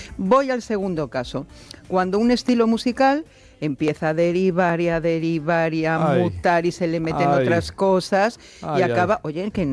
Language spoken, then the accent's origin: Spanish; Mexico; volvemos al siglo XIX y en mi país, en México